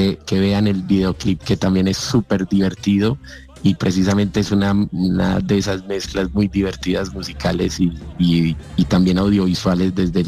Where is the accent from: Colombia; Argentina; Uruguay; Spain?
Colombia; Exactamente, o sea, es una cosa que nos supera, que nos despierta todos los sentimientos como colombianos.